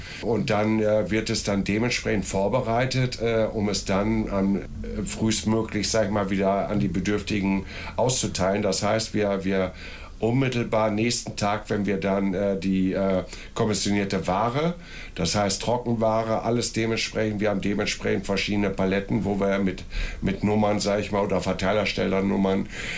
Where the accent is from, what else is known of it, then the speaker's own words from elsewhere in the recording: Wilhelmshaven, Lower Saxony, Germany; born there; now in Gütersloh, Germany; Geboren in Wilhelmshaven